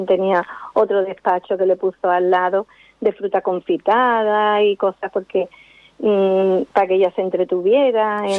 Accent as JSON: {"language": "Spanish", "area": "Cádiz", "region": "Andalusia", "country": "Spain", "tie": "born there", "said": "Yo de pequeña siempre he estado en Cádiz y mi familia toda era de Cádiz."}